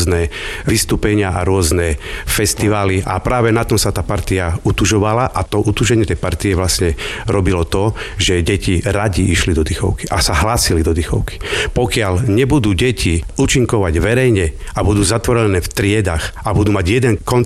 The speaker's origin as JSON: {"language": "Slovak", "town": "Poprad", "region": "Prešov Region", "country": "Slovakia", "said": "U nás v Poprade"}